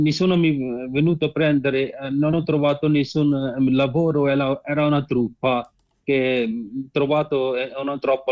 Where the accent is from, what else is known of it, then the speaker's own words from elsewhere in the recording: India; Italian is a second language; moved away as an adult; now in Italy; Io sono da India.